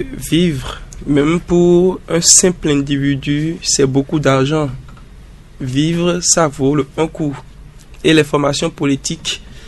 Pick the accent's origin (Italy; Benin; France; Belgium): Benin; chez nous au Bénin